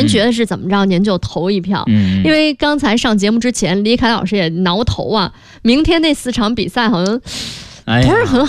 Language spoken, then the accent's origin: Chinese; Hebei, China; 反正我们河北都说刮鱼鳞